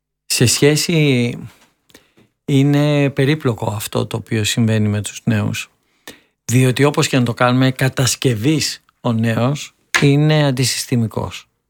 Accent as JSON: {"language": "Greek", "country": "Greece", "said": "μάλλον σαν Έλληνας"}